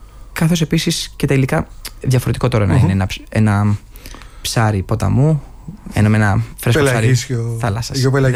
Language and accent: Greek; Greece; Ένας Έλληνας, οι περισσότεροι κυρίως Έλληνες, είμαστε πολύ φιλικοί, πολύ φιλότιμοι.